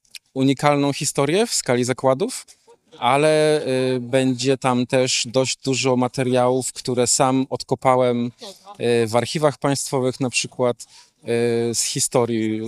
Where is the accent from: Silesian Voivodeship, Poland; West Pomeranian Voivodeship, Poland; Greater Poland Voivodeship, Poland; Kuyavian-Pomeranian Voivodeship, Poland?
Kuyavian-Pomeranian Voivodeship, Poland; Włocławek; born there; No po pierwsze urodziłem się we Wrocławk